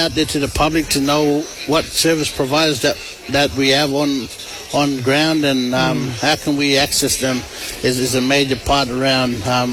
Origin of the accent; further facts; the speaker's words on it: Yarrabah, Queensland, Australia; So my father's country, Kookajungan. My mama, Kookajalanji. But I grew up in Yarraba here with the Gurubana people, Kunganji people. Do their dance and languages.